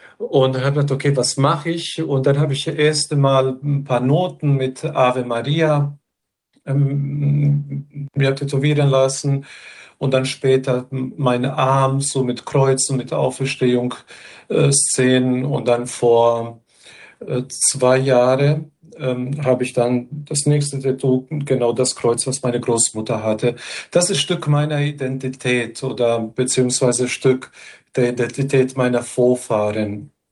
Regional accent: Bosnia & Herzegovina; Und wenn ich mich an Bosnien, an meine Kindheit bis zu me

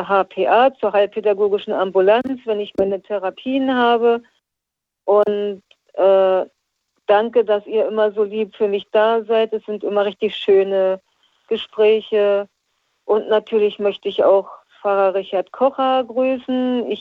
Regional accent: Berlin, Germany; Ja, ich bin aus Berlin und würde gerne hier in Berlin meine lieben Fahrer grüßen

